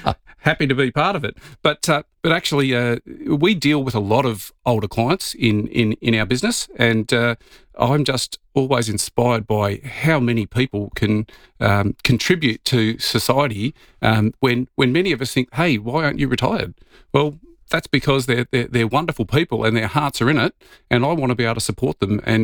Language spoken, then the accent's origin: English; Victoria, Australia; moved away as an adult; now in South Australia, Australia; And I moved over to South Australia back in 2002. I'm originally from Victoria